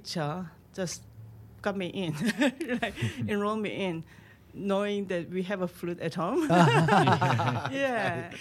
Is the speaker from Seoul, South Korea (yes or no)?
no; Daegu, South Korea; English is a second language; moved away; So the primary school I attended in Daegu, in my home country.